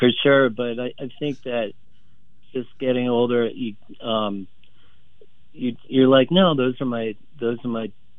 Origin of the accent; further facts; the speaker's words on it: Lowell, Massachusetts, United States; born there; moved away; also born or lived in Colorado; And I'm from Massachusetts, actually. I was born in Lowell. And I moved out to Colorado